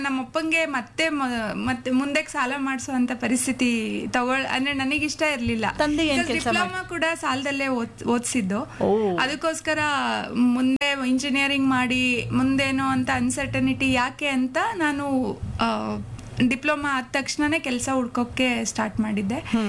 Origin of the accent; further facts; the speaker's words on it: Shivanagere, Karnataka, India; born there; ಬೆಂಗಳೂರಿಗೆ ಬರೋಕ್ಕೂ ಮುಂಚೆ ನಾನು ಹುಟ್ಟಿದ್ದು ಶಿವನಗೆರೆ ಅಂತ ಒಂದು ಹಳ್ಳಿ, ತುಮಕೂರು ಜಿಲ್ಲೆ, ಮಧುಗಿರಿ ತಾಲೂಕು.